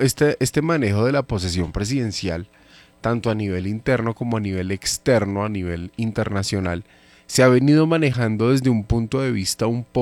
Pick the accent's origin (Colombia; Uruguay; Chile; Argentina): Colombia; nosotros como colombianos no la necesitamos para entrar a la Unión Europea